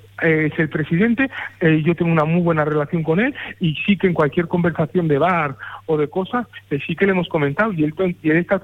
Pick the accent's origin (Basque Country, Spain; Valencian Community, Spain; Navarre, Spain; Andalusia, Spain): Navarre, Spain; yo soy un empresario navarro que quiero apoyar el deporte navarro y dotarlo de estabilidad deportiva y económica.